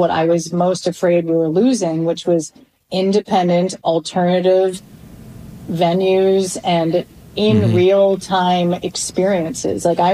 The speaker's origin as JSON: {"language": "English", "country": "Canada", "tie": "born or raised there"}